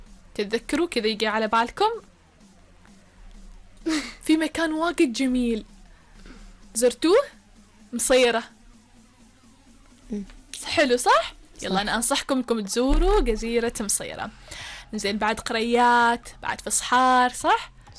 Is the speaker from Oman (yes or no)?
yes; Oman; بلادنا سلطنة عمان فيها تضاريس مختلفة، فيها مناطق مختلفة